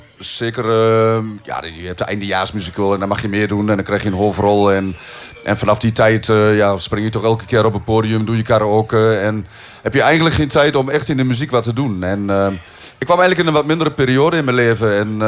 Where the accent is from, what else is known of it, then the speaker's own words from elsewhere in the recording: Gelderland, Netherlands; accent: Achterhoeks; Ja, en dialect natuurlijk. Gewoon Achterhoeks. We komen allemaal uit dezelfde regio.